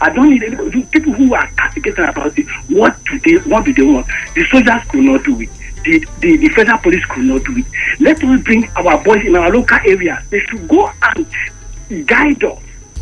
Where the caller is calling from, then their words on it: Nigeria; I'm calling from Nigeria.